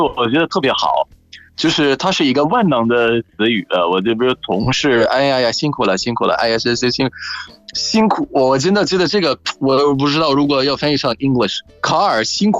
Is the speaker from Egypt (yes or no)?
yes; Egypt; Chinese is a second language